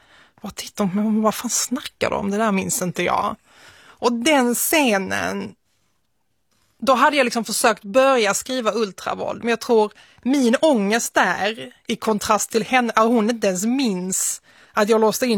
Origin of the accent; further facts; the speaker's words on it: Malmö, Skåne, Sweden; also born or lived in Nötersjö; Solgårda utanför Svedala, som heter Nötersjö, en liten by. Och sen så flyttade jag in till Malmö när jag var 5 år gammal ungefär. Men mina första år i livet växte jag upp där ute.